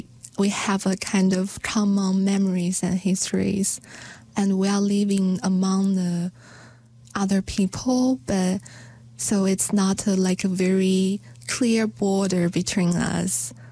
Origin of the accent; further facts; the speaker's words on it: China; moved away as an adult; when I was as an insider in China